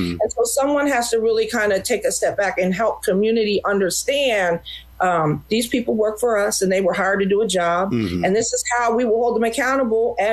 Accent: United States; I come from Montgomery County.

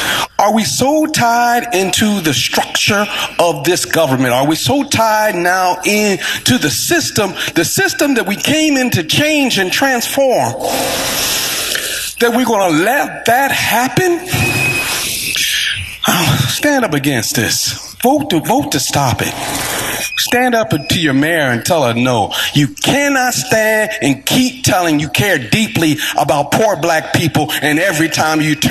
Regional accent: Philadelphia, Pennsylvania, United States; I grew up in South Philadelphia.

